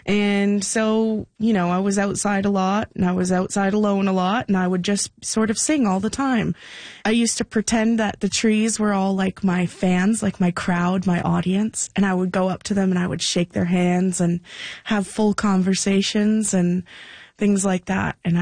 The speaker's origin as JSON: {"language": "English", "town": "South River", "region": "Ontario", "country": "Canada"}